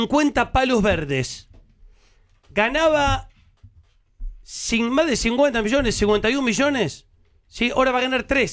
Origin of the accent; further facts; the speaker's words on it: Argentina; Porque somos los mejores, la verdad. Los argentinos